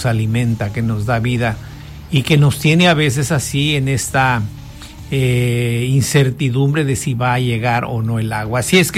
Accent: Vallecitos de Zaragoza, Guerrero, Mexico; Empieza ahí precisamente en Vallecitos. Y bueno, pues de allá viene el agua, señores, de allá de mi pueblo.

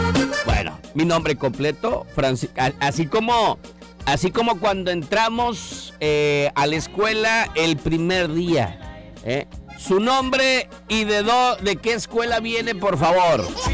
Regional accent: Mexico; yo soy de la Emilio Portes Gil. Ahí fue mi barrio del alma.

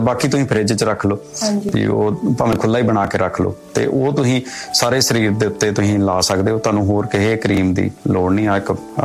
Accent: Batala, Punjab, India; ਅਸੀਂ ਵੀ ਬਟਾਲੇ ਵਾਲੇ ਆ।

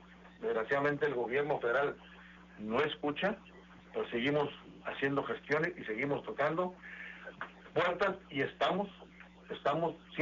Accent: Estación Manuel, Tamaulipas, Mexico; de 28 pesos que estaba, hablo del precio de mi pueblo, Estación Manuel, hoy subió a 30 pesos el kilo.

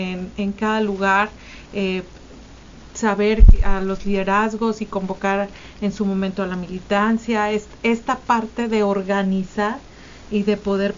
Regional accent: Mexico; Esperemos que nos vaya muy bien como mexicanos

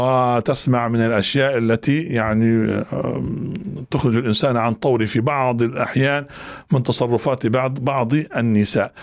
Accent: Libya; في مجتمع احنا عايشين في ليبيا

